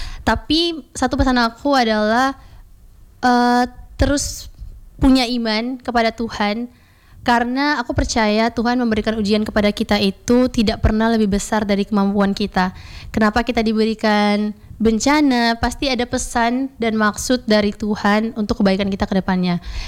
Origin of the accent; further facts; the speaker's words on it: Ende, East Nusa Tenggara, Indonesia; aku tumbuh besar di ND, Flores, Nusa Tenggara Timur, tanah yang kaya akan alamnya, budayanya, juga cara hidup masyarakat yang unik ya